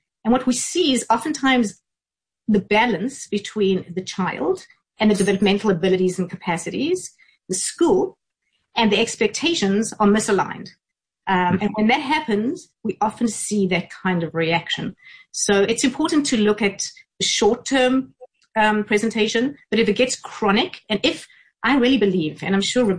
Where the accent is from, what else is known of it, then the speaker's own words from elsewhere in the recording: South Africa; I am from South Africa, proudly.